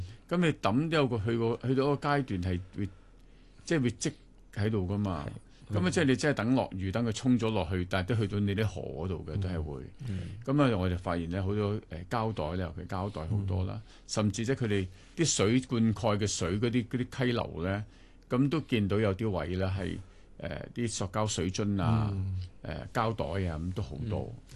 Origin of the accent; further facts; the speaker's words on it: Yuen Long, New Territories, Hong Kong; 我哋細個嗰陣時喺元朗啲農村長大